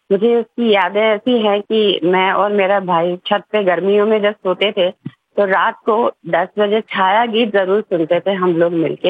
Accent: Bhopal, Madhya Pradesh, India; moved away as an adult; now in Indore, India; मैं इंदौर में ही रहती हूँ। मेरा मायका और मेरा बचपन भोपाल में गुजरा है

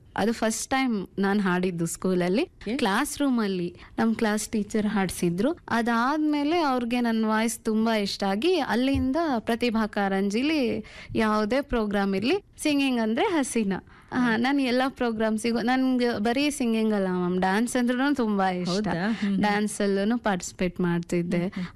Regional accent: Karnataka, India; also born or lived in Davanagere; ಅದಾದ್ಮೇಲೆ ನಮ್ಮೂರಿಂದ ಒಂದು 2 ಕಿಲೋಮೀಟರ್ ದೂರ ಸಾಸಿವೆಯಲ್ಲಿ ಅಂತ, ಅಲ್ಲಿ ನನ್ನ ಹೈಸ್ಕೂಲ್ ಎಜುಕೇಷನ್ ಅಲ್ಲೇ ಮ್ಯಾಮ್, 8th, 9th, 10th ಅಲ್ಲಿ ಓದಿದ್ದು. ಅಲ್ಲಿಂದ PUC ಹರಪನಹಳ್ಳಿ, ಹರಪನಹಳ್ಳಿಯಿಂದ ನಾನು 2017 ಅಲ್ಲಿ ದಾವಣಗೆರೆಗೆ

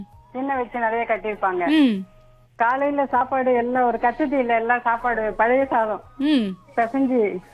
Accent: Thennangur, Tamil Nadu, India; moved away; இது வந்தவாசி கிட்ட தென்னாங்கூர்னு ஒரு ஊருங்க.

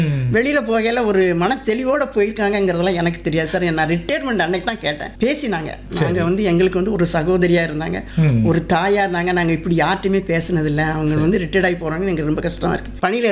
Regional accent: Elathur, Tamil Nadu, India; அதுல எலத்தூர் கிராமத்துல பிறந்தேன். படிச்சது எல்லாமே அங்கதான்.

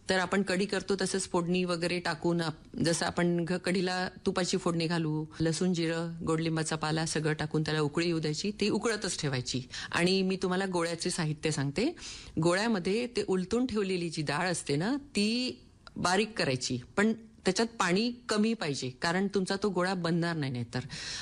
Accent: Yavatmal, Maharashtra, India; moved away as an adult; now in Chandrapur, India; माझं माहेर यवतमाळचं, यवतमाळचं माहेर सासर चंद्रपूर

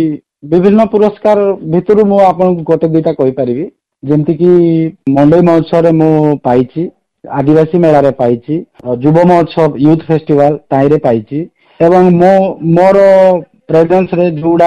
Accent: Nabarangpur, Odisha, India; ମୁଁ ଯେହେତୁ ମୋର ଜନ୍ମ ନବରଙ୍ଗପୁର ମାଟିରେ, ମୋର ପାଳି ବଢିକିରି ବଡ଼ ହେଇଛି, ନବରଙ୍ଗପୁର ମାଟିରେ ଖେଳିଛି

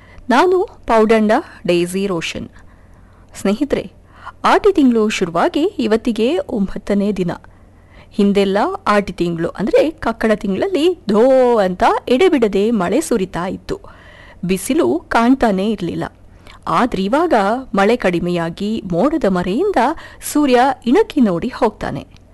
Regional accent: Kodagu, Karnataka, India

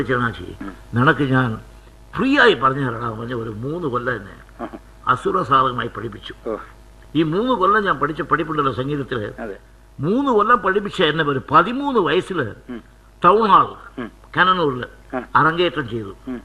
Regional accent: Elappully, Kerala, India; പാലക്കാട് എലപ്പുള്ളി ഗ്രാമത്തിൽ എൻ്റെ വീട്. ഞാൻ അവിടെ ജനിച്ചു വളർന്നു.

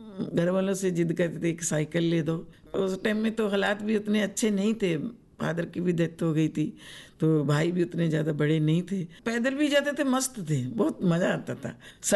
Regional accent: Jalandhar district, Punjab, India; moved away as an adult; now in Andaman and Nicobar Islands, India; Actually मेरा जन्म पंजाब में हुआ था। मेरा गांव का नाम है संधवा, जिला जलंधर। तो शादी के बाद में हम यहाँ अंडमान में आ गए।

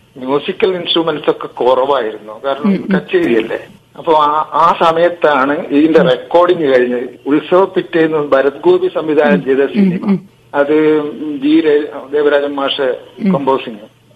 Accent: Kerala, India; now in Pinarayi, India; എന്റെ നാട് കൂത്തുപറമ്പിനടുത്താണ്. ഇപ്പൊ താമസിക്കുന്നതാണ് പിണറായി.

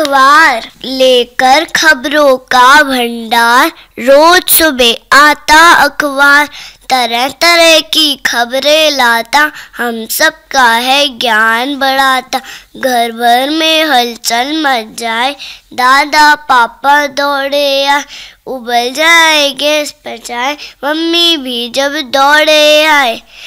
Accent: Indore, Madhya Pradesh, India; दीदी मैं इंदौर से आई हूँ।

